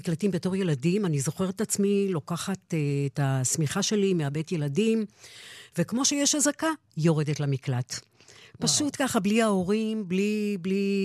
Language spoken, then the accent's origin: Hebrew; Afikim, Northern District, Israel; now in Tel Aviv, Israel; אני גדלתי בקיבוץ אפיקים, נולדתי שם.